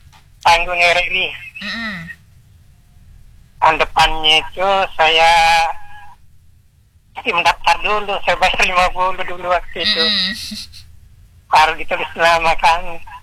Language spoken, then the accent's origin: Indonesian; South Sulawesi, Indonesia; Kalau suku Bugis kan saya orang Bugis.